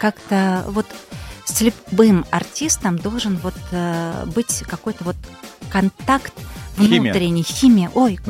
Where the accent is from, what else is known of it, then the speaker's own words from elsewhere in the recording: Saint Petersburg, Russia; Мы же петербуржцы.